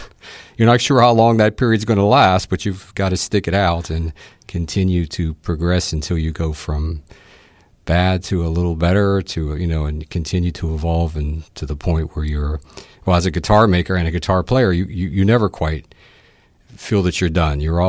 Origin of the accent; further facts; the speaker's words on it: Homestead, Pennsylvania, United States; now in Forest Hills, United States; I grew up in Homestead, West Homestead, actually, and now I live in the East Pittsburgh area, Forest Hills.